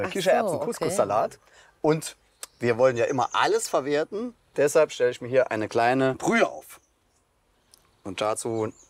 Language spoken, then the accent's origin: German; Saarland, Germany; born there; also born or lived in Saarbrücken; wo wir das Lokal in Saarbrücken hatten, war ich hier im Musikantenverein.